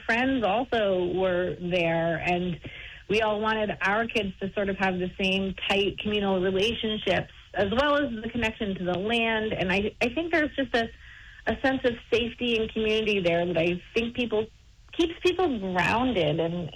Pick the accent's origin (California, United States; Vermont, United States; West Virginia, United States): Vermont, United States; West Glover; I grew up in West Glover, Vermont, and near the end of Lake Parker, and I grew up on a dirt road.